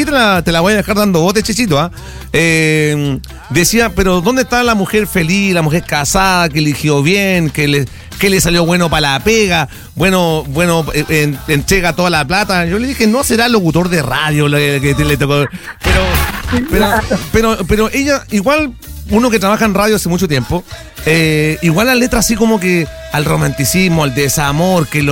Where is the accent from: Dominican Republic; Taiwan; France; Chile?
Chile; Quintero, Valparaíso; Yo soy de Quintero. No sé si ubica Quintero.